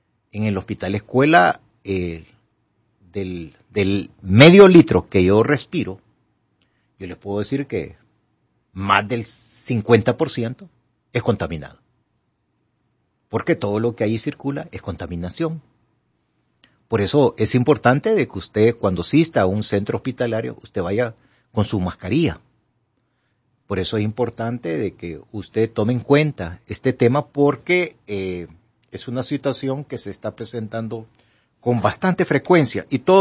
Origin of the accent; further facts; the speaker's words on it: Honduras; en nuestra querida Honduras